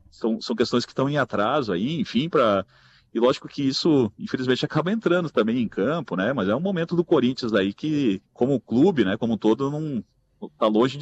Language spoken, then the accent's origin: Portuguese; Rio Grande do Sul, Brazil; moved away; eu sou lá do Rio Grande do Sul